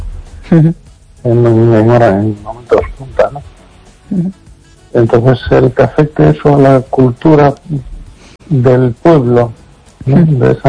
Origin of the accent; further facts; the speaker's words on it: Las Palmas de Gran Canaria, Canary Islands, Spain; A ver, yo, con todo mi respeto, soy pueblo canario. Yo en las Canarias, en la Palma de Gran Canaria, yo donde me iría si tuviese que volver